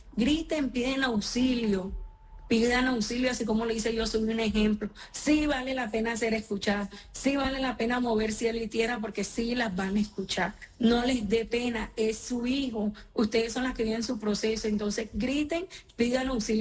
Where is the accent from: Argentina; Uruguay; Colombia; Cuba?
Colombia; Ciénaga, Magdalena; now in Medellín, Colombia